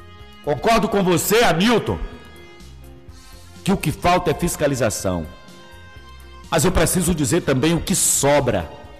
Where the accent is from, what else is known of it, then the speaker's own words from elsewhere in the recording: Brazil; morei uma boa parte da minha vida e foi ali onde me criei. Nasci na zona rural, mas vim morar na cidade, no bairro da Ruinha, ainda criança, e ali me criei